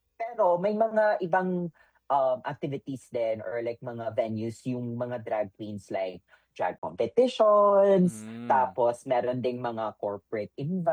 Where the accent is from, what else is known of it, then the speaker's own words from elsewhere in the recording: Cebu City, Central Visayas, Philippines; Now, sa Visaya, specifically here in Cebu, it's really a big part yung Visaya culture namin, specifically in yung sa humor namin, yung language